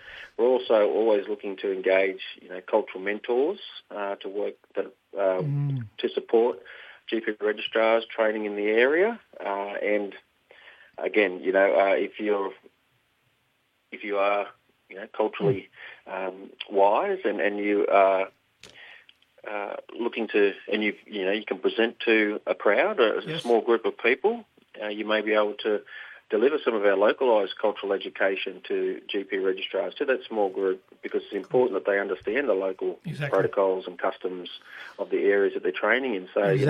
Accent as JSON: {"language": "English", "region": "New South Wales", "country": "Australia", "tie": "born or raised there", "said": "I'm a proud Warramai and Bundjalung man. I'm born and bred on Biripi country in North Coast, New South Wales."}